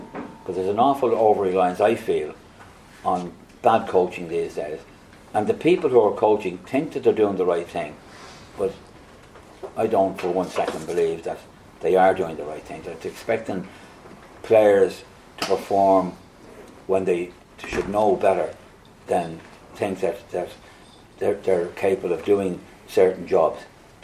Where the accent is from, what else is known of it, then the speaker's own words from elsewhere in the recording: Dublin, Leinster, Ireland; born there; I was born in Dublin and my first club was Home Farm Academy in Whitehall, a suburb of Dublin.